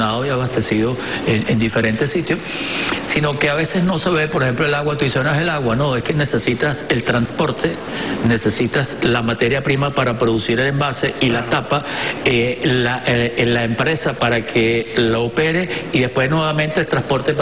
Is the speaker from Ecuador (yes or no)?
no; Venezuela; lo grande que somos los venezolanos